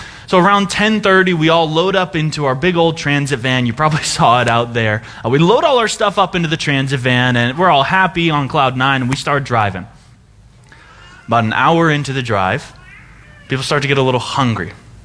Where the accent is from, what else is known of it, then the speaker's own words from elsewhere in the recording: Random Lake, Wisconsin, United States; moved away as an adult; I grew up in Random Lake, Wisconsin. Yes, it's a real place, I promise you. But I grew up in Random Lake